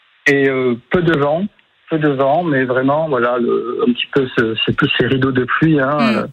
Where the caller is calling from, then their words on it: Claret, Occitanie, France; Je suis à Claret dans ma maison